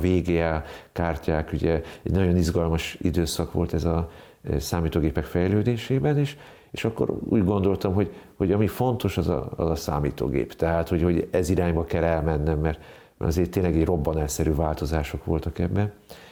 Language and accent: Hungarian; Budapest, Hungary; Én Budapesten, Zuglóba születtem. Egy 9 gyermekes család legkisebb tagja vagyok. Méghozzá van egy ikertestvérem is. És együtt nőttünk föl. Igazából a Bosnyák tér volt a bázis.